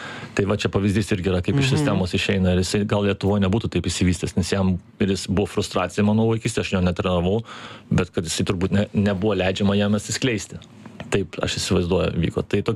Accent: Germany; aš Vokietijoje augau, tai aš kitoje sistemoje augau, bet ir krepšinį kitoje sistemoje augau

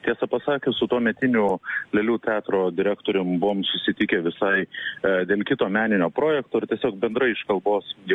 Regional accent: Kaunas, Kaunas County, Lithuania; O aš kaip kaunietis, kuris visai šalia mokėsi, šalia yra mano mokykla, tai aš tą puikiai erdvę pažįstu

